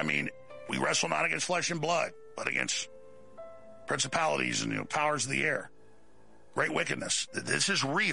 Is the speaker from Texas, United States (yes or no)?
yes; Dallas, Texas, United States; And it's the same thing growing up in Dallas, because I grew up at the time the richest county in Texas, right outside Dallas